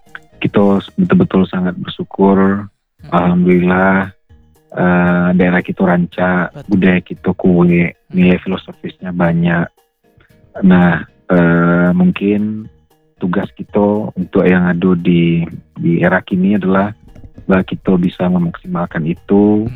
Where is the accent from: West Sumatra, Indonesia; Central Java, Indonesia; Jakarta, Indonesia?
West Sumatra, Indonesia; Apakah kita betul-betul orang Minang